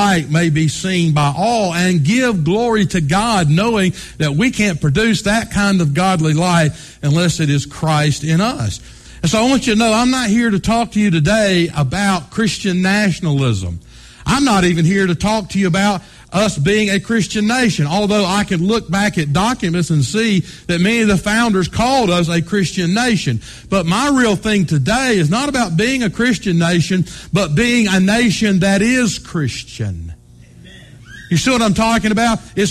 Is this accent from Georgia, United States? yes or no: yes; Georgia, United States; Years ago when I grew up in South Georgia